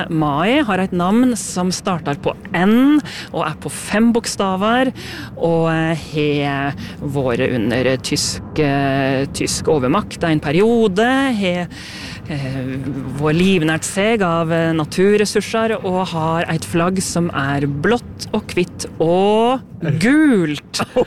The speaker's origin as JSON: {"language": "Norwegian", "town": "Kviteseid", "region": "Vestfold og Telemark", "country": "Norway", "tie": "born or raised there", "moved": "yes", "lives_now": "Oslo, Norway", "said": "Jeg stilte i Vest-Telemarks bunad med rundtrøye, er det fulle navnet på den, for jeg er fra Kvitsøy i Vest-Telemark."}